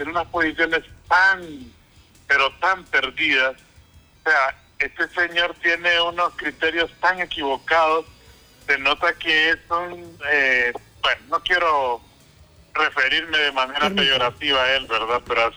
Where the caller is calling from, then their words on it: Tegucigalpa, Francisco Morazán, Honduras; Llamo de Tegucigalpa.